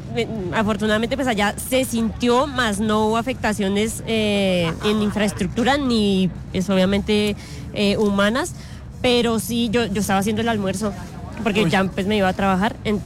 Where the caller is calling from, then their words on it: Mosquera, Cundinamarca, Colombia; Pues yo vengo desde el municipio de Mosquera.